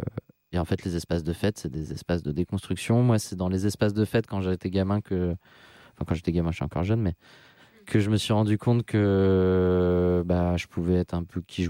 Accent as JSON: {"language": "French", "town": "Nantes", "region": "Pays de la Loire", "country": "France", "tie": "born or raised there", "said": "Non, je viens de région nantaise. Enfin, j'ai grandi à Nantes"}